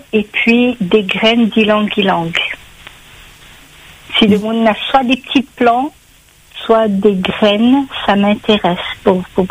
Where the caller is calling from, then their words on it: Saint-Denis, Réunion; Moi, je suis sur Saint-Denis.